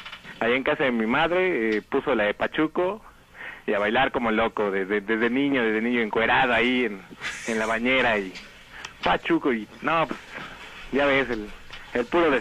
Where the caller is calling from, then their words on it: Mexico City, Mexico; De aquí, de la Venustiano Carranza, de la Balbuena.